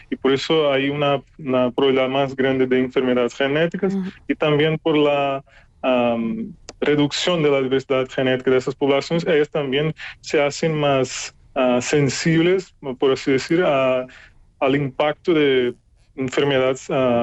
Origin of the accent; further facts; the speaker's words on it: Brazil; Spanish is a second language; moved away; investigadores que son de Latinoamérica, como yo también, que soy de Brasil